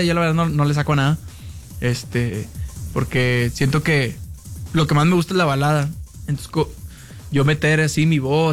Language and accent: Spanish; Monterrey, Nuevo León, Mexico; Algo con Frontera, pues digo, es que yo soy de Monterrey, entonces claro.